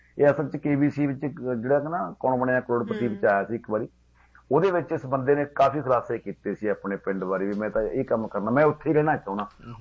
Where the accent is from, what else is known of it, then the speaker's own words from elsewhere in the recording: Punjab, India; ਚਲੋ ਸਰ, ਮੇਰਾ ਪਿੰਡ ਨਾ ਜੀ ਮਤਲਬ ਪੁਆਧੀ ਖੇਤਰ ਦਾ ਪਿੰਡ ਹੈ, ਹਰਿਆਣੇ ਤੋਂ ਥੋੜੀ ਜਿਹੀ ਦੂਰ ਬਾਰਡਰ ਤੇ ਪੈਂਦਾ, ਪਛੜੇ ਹੋਏ ਇਲਾਕੇ ਦਾ ਪਿੰਡ ਆ ਮੇਰਾ।